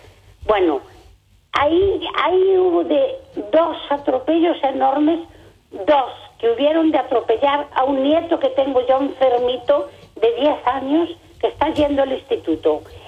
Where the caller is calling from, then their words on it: Barbadás, Galicia, Spain; soy una señora de Barbadanes que tiene dos familias viviendo ahí en Barbadanes.